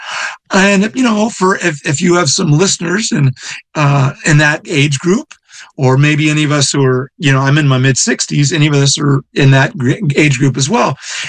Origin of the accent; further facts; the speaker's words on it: Iowa, United States; And I grew up in Iowa, and it was hot.